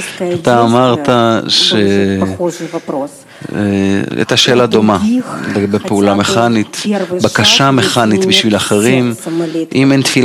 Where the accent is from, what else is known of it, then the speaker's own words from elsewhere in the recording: Bulgaria; now in Israel; אני הגיעו מבולגריה.